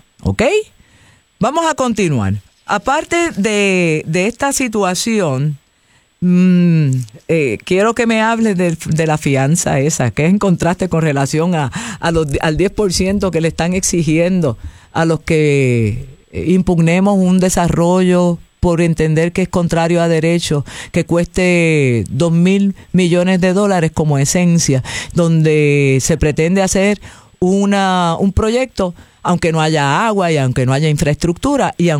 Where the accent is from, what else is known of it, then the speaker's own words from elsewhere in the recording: Puerto Rico; si yo como puertorriqueña me siento indignada por lo que estaban haciendo en Rincón de apropiarse de una playa a la que yo tengo derecho a ir